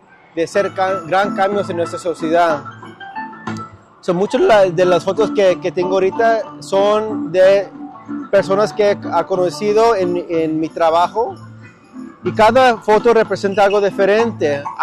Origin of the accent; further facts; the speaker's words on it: Visalia, California, United States; Soy de Visalia, California, y también soy hijo de campesinos. Mis papás trabajaron en los campos de aquí del Valle por más de 30 años